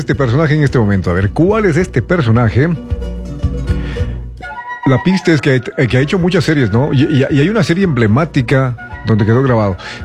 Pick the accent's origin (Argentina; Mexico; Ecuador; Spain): Ecuador; nosotros somos de Ecuador